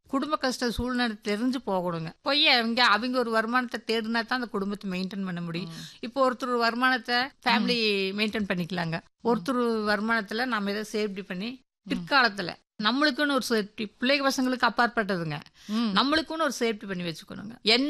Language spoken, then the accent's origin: Tamil; Tamil Nadu, India; சொந்த ஊரே நம்பி, நாங்க பிறந்து வளர்ந்தே நம்பி இருந்தேன்.